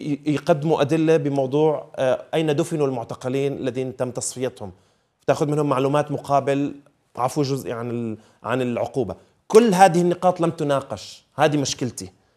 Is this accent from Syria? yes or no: yes; Syria; وحقيقة كسوريين عشنا بسوريا وبنعرف سوريا وحبسنا، أنا محبوس مرتين ومحاكم مرتين